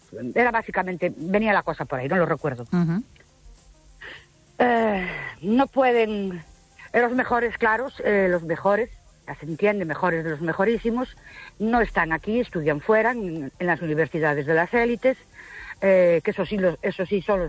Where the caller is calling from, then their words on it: Ourense, Galicia, Spain; Buenas noches … de Ourense.